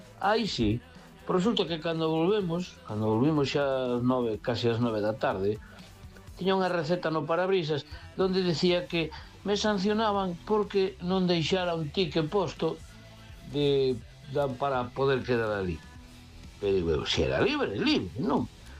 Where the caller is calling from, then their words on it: A Coruña, Galicia, Spain; boa noite … de Coruña.